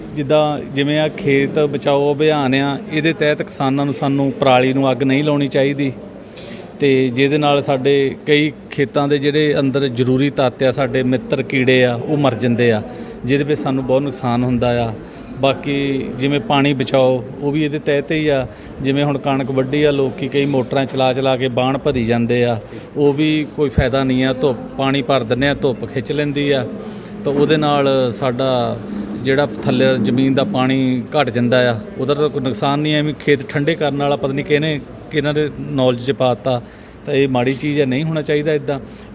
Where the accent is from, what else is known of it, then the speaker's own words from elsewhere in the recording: Lutera Kalan, Punjab, India; ਮੇਰਾ ਪਿੰਡ ਲੁਟੇਰਾ ਕਲਾਂ।